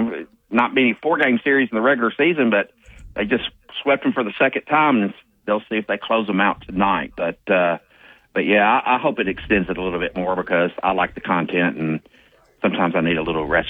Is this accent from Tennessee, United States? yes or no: yes; Nashville, Tennessee, United States; everybody traveling to Nashville, be safe. I heard a lot of people that are going. That's my hometown